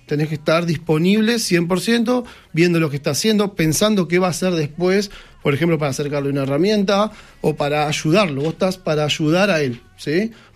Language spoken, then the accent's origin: Spanish; Argentina; porque somos argentinos y tenemos costumbres totalmente distintas, ¿no?